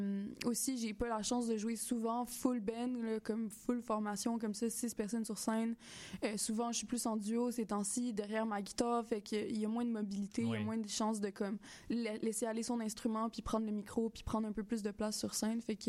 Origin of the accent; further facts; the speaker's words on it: Douglastown, Quebec, Canada; quand j'étais jeune, très jeune, puis que j'étais chez nous à Douglaston, en Gaspésie